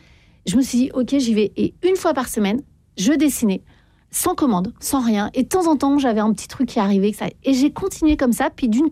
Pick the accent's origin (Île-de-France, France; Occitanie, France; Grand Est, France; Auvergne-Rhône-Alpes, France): Île-de-France, France; Paris; Vous savez, moi je suis parisienne, on râle beaucoup